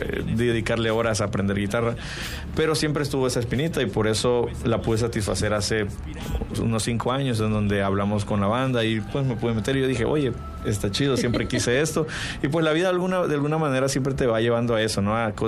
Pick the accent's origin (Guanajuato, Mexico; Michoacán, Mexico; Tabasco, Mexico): Tabasco, Mexico; Tacotalpa; Soy de Tacotalpa, Tabasco, y la verdad lo digo siempre con mucho orgullo porque difícilmente te encuentres músicos o artistas de por allá